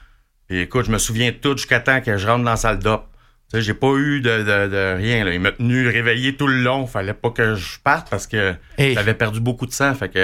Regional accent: Pointe-aux-Trembles, Quebec, Canada; Pointe-aux-Trembles, c'est mon secteur. Je viens de Pointe-aux-Trembles. Ça fait 15 ans que je suis là.

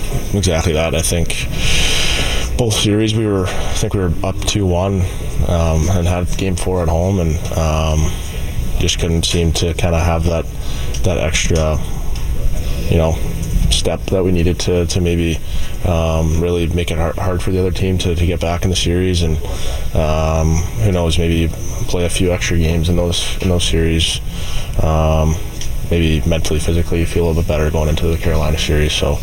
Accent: Western Canada, Canada; growing up in Western Canada, I kind of always kind of knew who he was and followed his career

